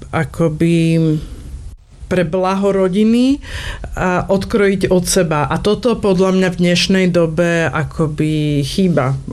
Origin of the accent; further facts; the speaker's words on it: Bratislava, Bratislava Region, Slovakia; som vyrastala v Bratislave v 90. rokoch